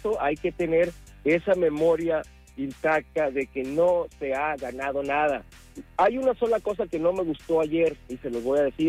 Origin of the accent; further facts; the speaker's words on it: Mexico; como buenos mexicanos que somos.